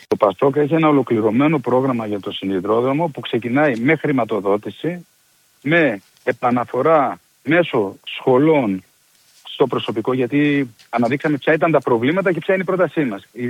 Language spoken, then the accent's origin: Greek; Drama, Eastern Macedonia and Thrace, Greece; οι οποίοι με τίμησαν με την παρουσία τους και την πατρίδα μου τη Δράμα